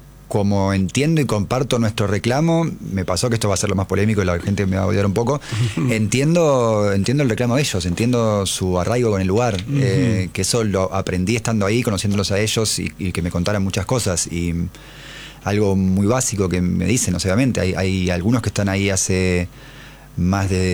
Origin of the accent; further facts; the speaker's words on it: Argentina; lo único que nos une así como argentinos